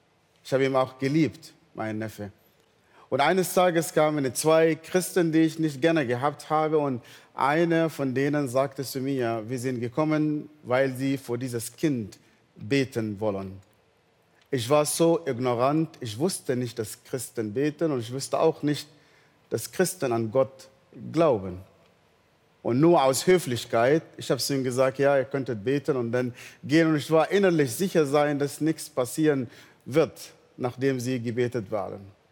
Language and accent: German; Northern Sudan, Sudan; born there; German is a second language; moved away; ich bin im Nordsudan geboren in einer nicht christlichen Familie. Ich war sehr religiös.